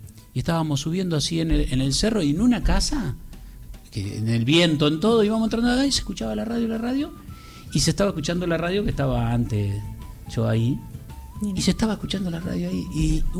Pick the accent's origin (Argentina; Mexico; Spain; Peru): Argentina; Buenos Aires Province; moved away; Inclusive cuando arranqué en mi pueblo no había radio. Hubo que... Y el pueblo estaba tan desconectado de la ciudad cabecera de Lincoln, a 80 kilómetros.